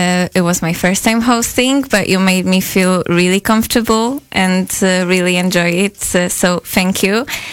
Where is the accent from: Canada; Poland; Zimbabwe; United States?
Poland; English is a second language; I'm from Poland, and thank you once again for being here.